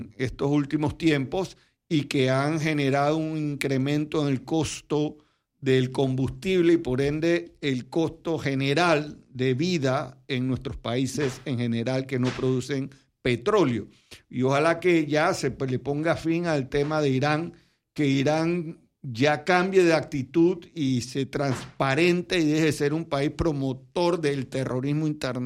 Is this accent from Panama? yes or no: yes; Panama; nosotros como panameños